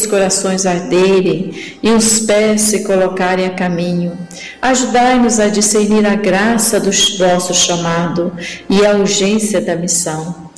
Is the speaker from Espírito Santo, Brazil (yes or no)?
no; Monte Carmelo, Minas Gerais, Brazil; nasci em Monte Carmelo, perto de Uberlândia. Vivi até os 9 anos na roça